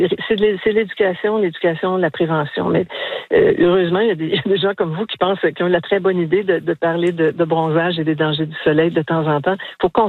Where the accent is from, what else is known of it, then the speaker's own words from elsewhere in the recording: Magdalen Islands, Quebec, Canada; Je suis de la Madeleine